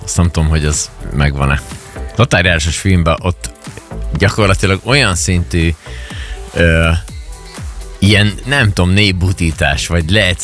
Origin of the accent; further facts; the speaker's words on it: Hungary; mi magyarok vagyunk